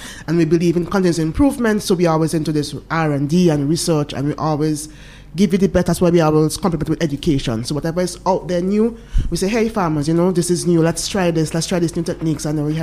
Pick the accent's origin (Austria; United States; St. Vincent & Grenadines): St. Vincent & Grenadines; To introduce myself, I'm from St. Vincent.